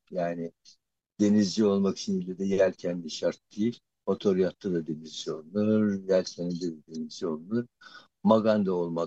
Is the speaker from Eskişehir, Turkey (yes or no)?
yes; Eskişehir, Turkey; moved away; Ben Eskişehir doğumluyum.